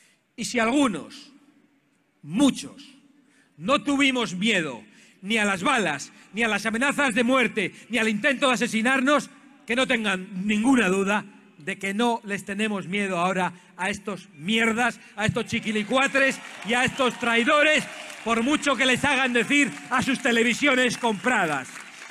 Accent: Basque Country, Spain; En mi tierra vasca

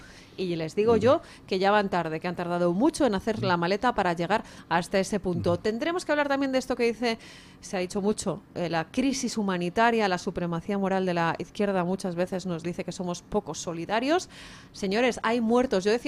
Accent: Spain; es mío como española.

